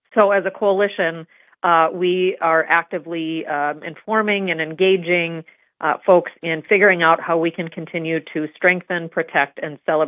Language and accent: English; Ray, North Dakota, United States; now in Bismarck, United States; So here in Bismarck or my hometown of Ray